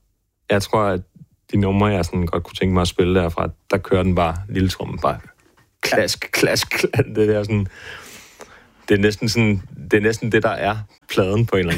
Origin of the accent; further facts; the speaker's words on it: Svendborg, Region of Southern Denmark, Denmark; jeg er fra Svendborg, og den handler ligesom bare, det er sådan meget en melodi, for sådan, hvad, altså hvor jeg er fra, og det er sådan gule huse, træskib ude på vandet